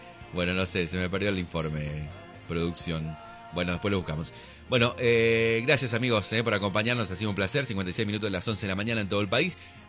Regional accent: Argentina; Nosotros, digo los argentinos

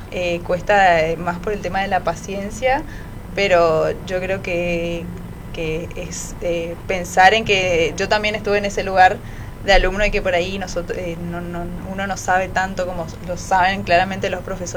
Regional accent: Jardín América, Misiones, Argentina; moved away as an adult; now in Posadas, Argentina; Yo soy de Jardín América, pero actualmente estoy viviendo en Posadas por cuestiones laborales. Soy licenciada en genética, tengo 28 años

